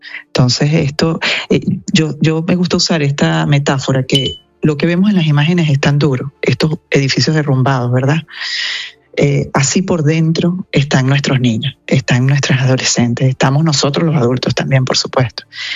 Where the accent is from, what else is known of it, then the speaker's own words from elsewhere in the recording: Venezuela; en nombre de Venezuela, como venezolana